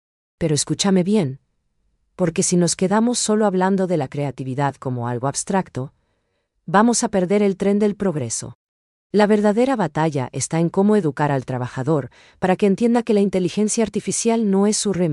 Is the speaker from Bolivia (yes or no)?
no; Paraguay